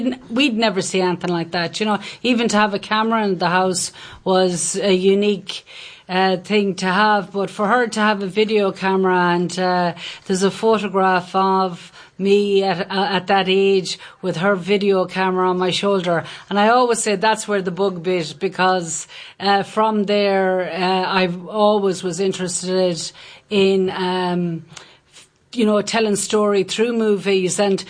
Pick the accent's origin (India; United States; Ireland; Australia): Ireland; Swinford, Connacht; moved away as an adult; So I was born in Swinford Hospital back in the day. I won't give you the year, but back in the day. But I was born and raised in Swinford, and that's where I spent up until I was about 24. I lived in Swinford